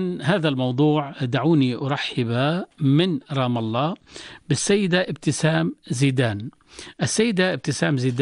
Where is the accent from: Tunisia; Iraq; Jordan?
Jordan; إحنا الحقيقة كأردنيين